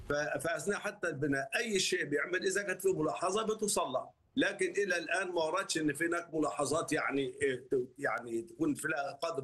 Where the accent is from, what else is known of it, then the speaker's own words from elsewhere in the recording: Egypt; احنا عندنا في مصر